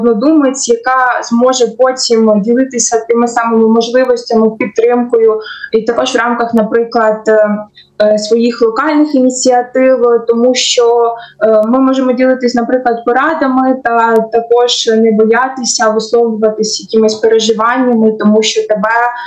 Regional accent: Chernihiv Oblast, Ukraine; А я з міської громади Чернігівської області.

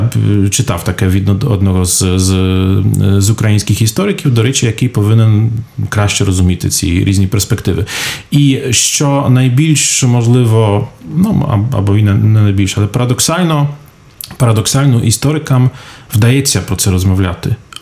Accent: Poland; Ukrainian is a second language; Знаєте, тут питання, наскільки мені можна виступати як звичайний поляк

